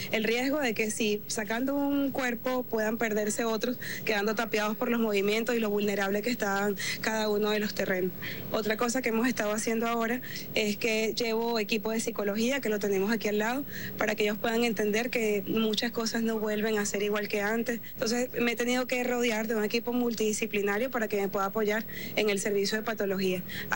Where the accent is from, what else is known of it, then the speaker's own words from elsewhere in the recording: Venezuela; Hemos podido estrechar lazos, nos hemos conocido como venezolanos, pero también agradecemos a la comunidad internacional